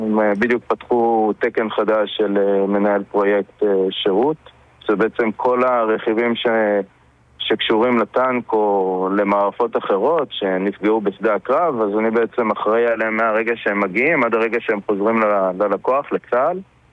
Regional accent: Kiryat Shmona, Northern District, Israel; moved away as an adult; now in Misgav Am, Israel; אני כל חיי גדלתי בקריית שמונה, ואחרי זה עברנו למשגבם, אשתי בת משק.

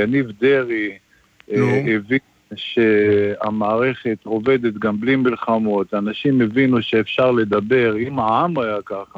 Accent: Givat Olga, Haifa District, Israel; born there; כאן נולדתי, כאן נולדו לי ילדיי.

